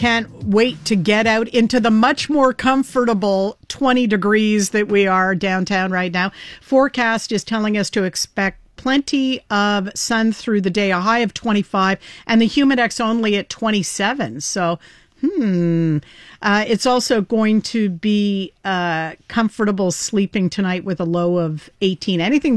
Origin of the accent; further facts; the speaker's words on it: Montreal, Quebec, Canada; we're from Montreal. Mm-hmm. I didn't say Canada. I said, we're from Montreal.